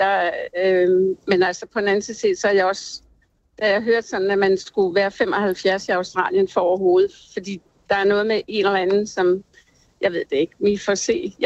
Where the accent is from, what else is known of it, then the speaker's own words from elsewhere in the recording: Valby, Capital Region of Denmark, Denmark; born there; Jeg er født i Valby.